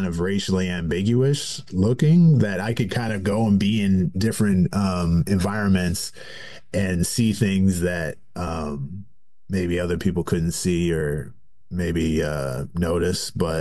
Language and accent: English; Virginia, United States; born there; now in West Coast, United States; I'm a biracial black man, so like my mother's black, my father's white. I grew up mostly around my mother's side of the family in Virginia, but I also grew up partially around my father's side out here in on the West Coast.